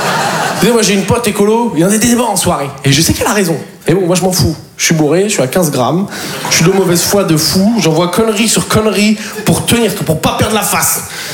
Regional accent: Poitiers, Nouvelle-Aquitaine, France

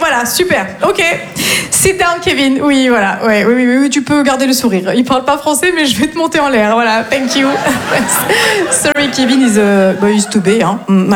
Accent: Nancy, Grand Est, France; now in Marseille, France; je viens du nord-est de la France et je me suis installée à Marseille il y a tout juste 3 ans et demi.

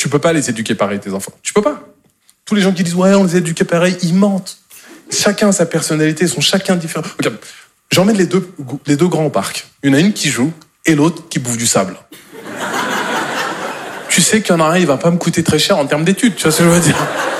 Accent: Normandy, France

